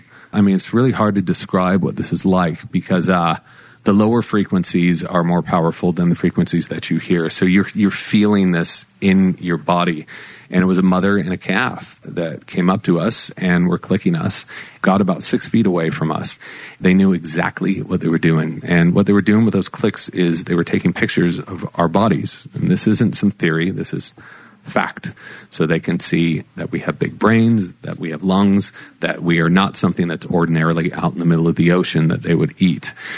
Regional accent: California, United States; I've never seen a dolphin in LA in my whole life. And I grew up in Orange County.

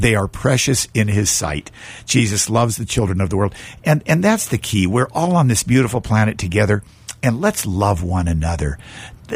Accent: United States; I'm an American.

